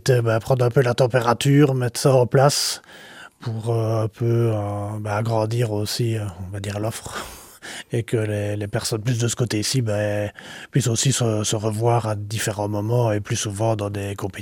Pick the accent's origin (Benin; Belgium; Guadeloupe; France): Belgium; Liège, Wallonia; en tant que liégeois